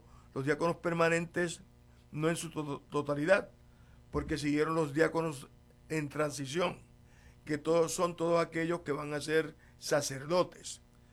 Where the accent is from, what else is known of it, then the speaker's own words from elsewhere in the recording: Santa Isabel, Puerto Rico; moved away as an adult; tengo que llevarte a mi colonia, a mi barrio de Playita Cortada. Un saludo si hay algún Santa Isabelino escuchando, de Puerto Rico. Pues soy puertorriqueño.